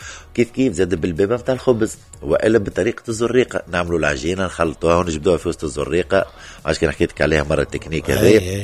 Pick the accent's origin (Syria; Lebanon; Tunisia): Tunisia; ولهنا موجود عندنا في تونس.